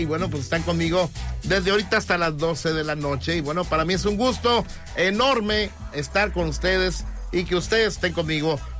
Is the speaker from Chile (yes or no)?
no; Tula de Allende, Hidalgo, Mexico; Yo soy de Tula.